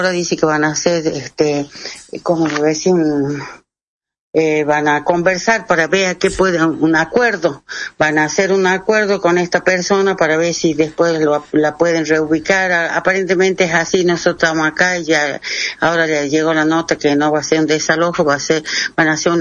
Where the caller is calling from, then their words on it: Morillo, Salta, Argentina; Nuestra ley, la 7658, es de nosotros, de Morillo, del Ciudad de Banda Norte